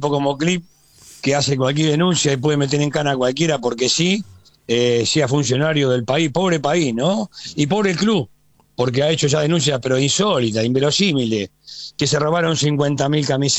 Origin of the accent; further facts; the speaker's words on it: Buenos Aires Province, Argentina; yo soy bonaerense, en la provincia de Buenos Aires la mandó a la B.